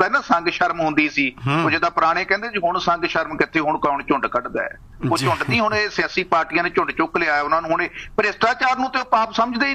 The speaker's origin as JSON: {"language": "Punjabi", "region": "Punjab", "country": "India", "said": "ਅਸੀਂ ਪੰਜਾਬ ਦੇ ਲੋਕ ਹੈ ਪੰਜਾਬ ਦੇ ਵਸ਼ਿੰਦੇ ਹੈ"}